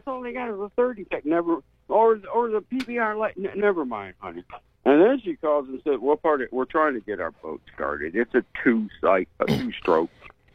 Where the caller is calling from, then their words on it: Taylor, Pennsylvania, United States; I'm from Taylor, Tucky